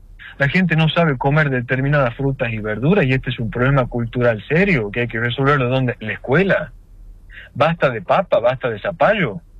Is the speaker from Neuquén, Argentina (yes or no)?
no; La Rioja, Argentina; que orgullo decir que somos de esta tierra.